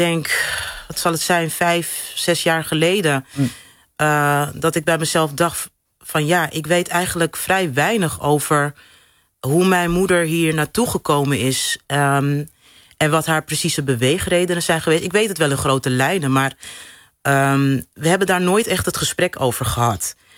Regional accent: Amsterdam, North Holland, Netherlands; Ik ben hier geboren, getogen. Ik kom uit Amsterdam-Noord, de Bannen.

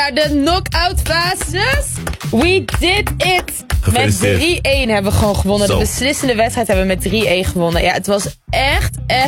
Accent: DR Congo; ik heb het sowieso vaak over Congo, omdat het mijn vaderland is.

